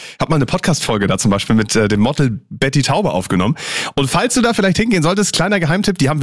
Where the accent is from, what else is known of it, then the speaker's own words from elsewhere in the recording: Potsdam, Brandenburg, Germany; als Potsdamer